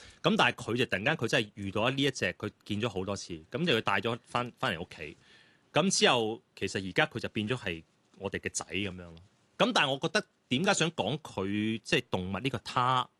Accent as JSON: {"language": "Cantonese", "country": "Canada", "tie": "born or raised there", "moved": "yes", "said": "我细个在加拿大的时候"}